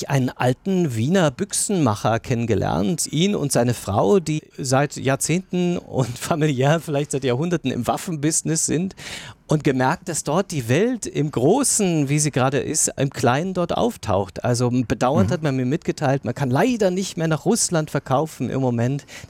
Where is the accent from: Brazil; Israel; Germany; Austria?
Germany; wenn ich als Deutscher auf mein Land blicke